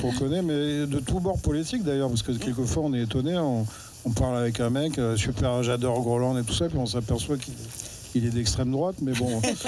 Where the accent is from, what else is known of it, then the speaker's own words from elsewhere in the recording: Mauritius; je suis mauricien, moi.